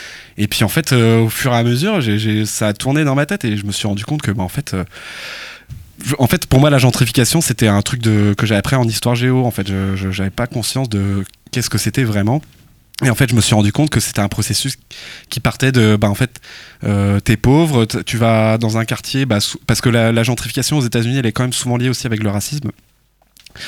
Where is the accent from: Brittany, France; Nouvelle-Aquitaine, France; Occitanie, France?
Brittany, France; Douarnenez; En fait, je pense déjà que si on fait de la musique, c'est grâce au fait qu'on a vécu à Douarnenez, quoi. Parce que, en partie, à Douarnenez, il y a quand même